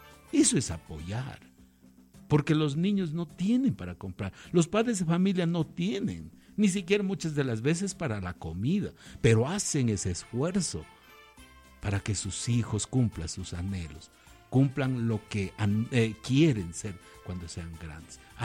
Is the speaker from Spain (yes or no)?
no; El Cisne parish, Loja, Ecuador; Yo vengo de la parroquia del Cisne del Cantón y Provincia de Loja.